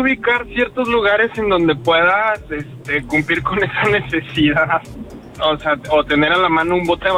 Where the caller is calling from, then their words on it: Monterrey, Nuevo León, Mexico; de Monterrey.